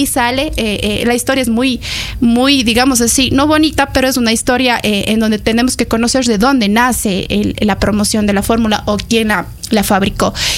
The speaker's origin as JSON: {"language": "Spanish", "country": "Ecuador", "said": "nosotros como ecuatorianos estamos suscritos a este código"}